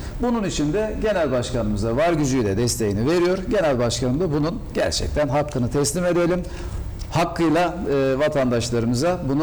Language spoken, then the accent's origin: Turkish; Mezitli, Mersin, Turkey; ben öncelikle Mezitli'yim. Mezitli ilçesinde doğdum. Tece'de doğdum. Bir kasabaydı o zaman tabii ki Tece. Bu kasabada çocukluğum geçti. Hayatımızı buradan kazandık. Çiftçilikle, ailem yine ticaretle uğraştı.